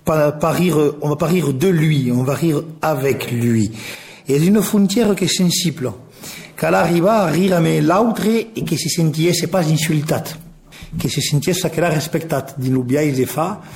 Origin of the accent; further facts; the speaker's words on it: Decazeville, Occitanie, France; born there; moved away as an adult; now in Toulouse, France; je suis né dans l'Aveyron, à De Cazeville. De père donc aveyronnais et d'une mère béarnaise